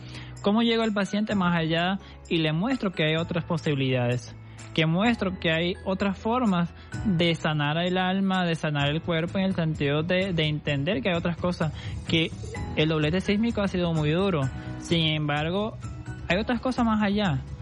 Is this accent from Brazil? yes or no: yes; Brazil; Spanish is a second language; moved away as an adult; now in Venezuela; No soy venezolano. ¿De dónde eres? Soy de Brasil.